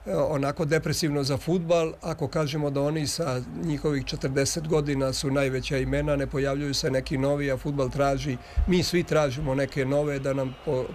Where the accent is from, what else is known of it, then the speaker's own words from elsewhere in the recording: Split-Dalmatia County, Croatia; Pa znate kako, ja dolazim s podneblja gde je ta kultura fudbala, ja sam Dalmatinac, moje vaspitanje je usmerio Hajduk iz Splita.